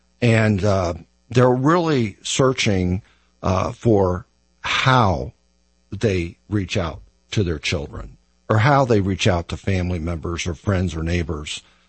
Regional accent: Westerville, Ohio, United States; born there; I grew up in the Catholic faith. I went to school at St. Paul's in Westerville and graduated from St. Francis de Sales

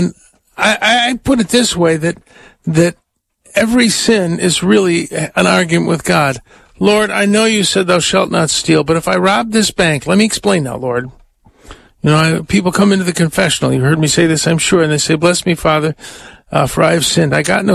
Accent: United States; I have a German background, and I'm an American

